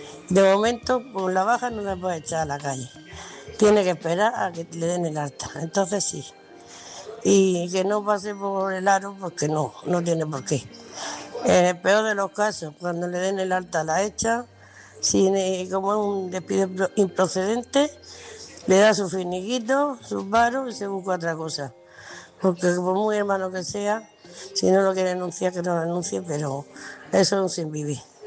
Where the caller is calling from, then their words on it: Murcia, Region of Murcia, Spain; de Murcia